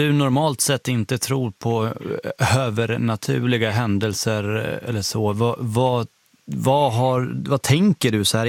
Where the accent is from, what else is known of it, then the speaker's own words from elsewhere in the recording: Dalarna County, Sweden; Det är mina hemtrakter, eller på att säga. Jag är från Dalarna själv också, så då känner jag mig trygg.